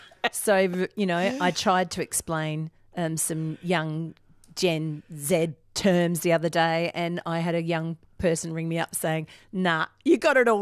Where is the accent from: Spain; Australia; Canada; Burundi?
Australia; Brighton; I grew up in Brighton. Went to Brighton High.